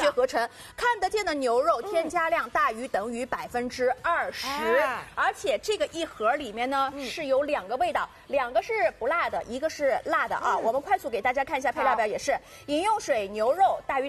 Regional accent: Shanghai, China

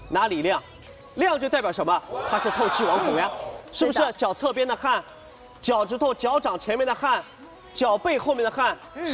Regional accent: Shanghai, China; 全国各地的人就来看我们上海人的海派穿着，这种审美观。

